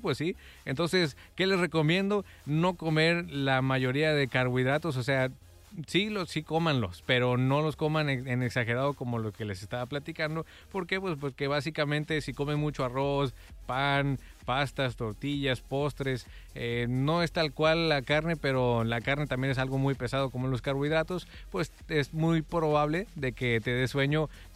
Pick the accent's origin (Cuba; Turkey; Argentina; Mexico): Mexico; así somos los mexicanos